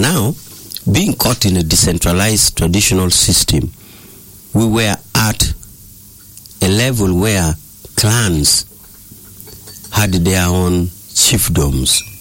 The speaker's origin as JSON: {"language": "English", "region": "Northern Region", "country": "Uganda", "said": "I come from Lang."}